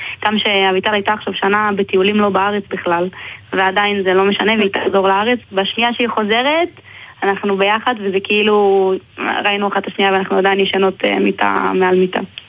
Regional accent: Arad, Southern District, Israel; אני בעיקרון מערד

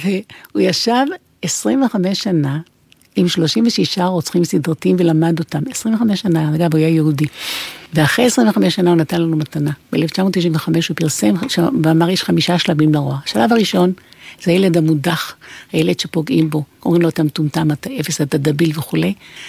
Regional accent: Ashkelon, Southern District, Israel; moved away as an adult; אני נולדתי בעיר הזאת. זו עיר שעושה לי טוב, למרות שעזבתי אותה בגיל 18 ולא חזרתי, המשפחה גרה שם, אבל אני לא חזרתי לאשקלון יותר.

